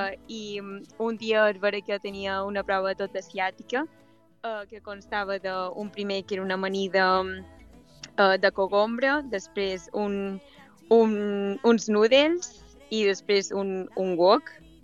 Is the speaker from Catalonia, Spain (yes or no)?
no; Pollença, Balearic Islands, Spain; jo som de Pollença